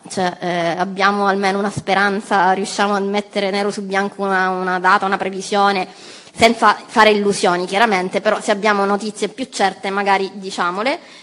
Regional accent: Sicily, Italy; sono siciliana

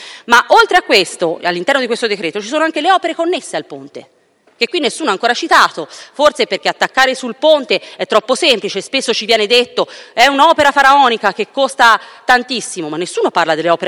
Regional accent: Tuscany, Italy; essendo toscana

